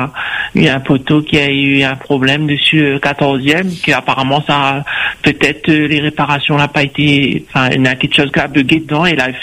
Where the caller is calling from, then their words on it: Le Tampon, Réunion; Oui, j'habite sur Bras-de-Ponteau